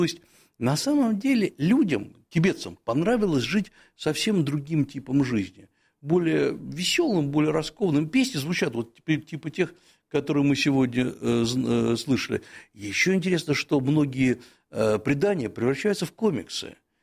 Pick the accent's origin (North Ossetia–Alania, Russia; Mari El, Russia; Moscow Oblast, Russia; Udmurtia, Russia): Moscow Oblast, Russia; у нас в Подмосковье не у всех такие дома.